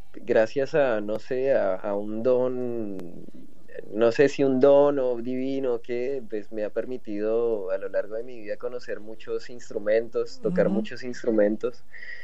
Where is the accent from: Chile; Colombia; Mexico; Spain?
Colombia; now in La Plata, Argentina